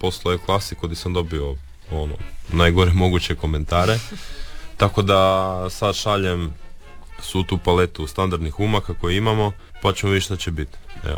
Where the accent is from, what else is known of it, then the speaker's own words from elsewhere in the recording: Istria County, Croatia; kod nas u Istri